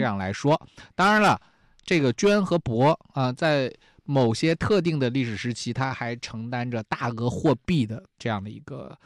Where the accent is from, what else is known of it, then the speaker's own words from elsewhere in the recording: China; 对于我们中国人非常非常重要啊